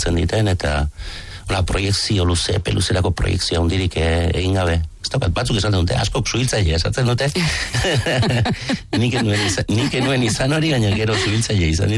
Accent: Alkiza, Basque Country, Spain; born there; Alkizan jaioa naiz, eta Alkizako festak ziren, ba, musika elkarrekin entzuten genuen lekua

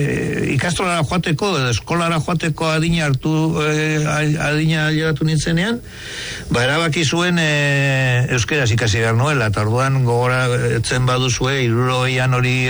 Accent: Llodio, Basque Country, Spain; lantegia horregaitik ni Laudiokoa naiz, beraiek bizkaitarrak, bilbotarrak dira danak, hobeto begoñakoak ziren.

